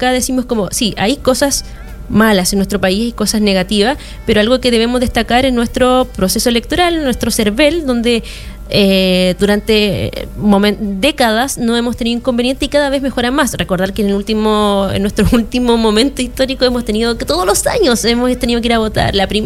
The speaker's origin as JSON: {"language": "Spanish", "country": "Chile", "said": "para nosotros como chilenos"}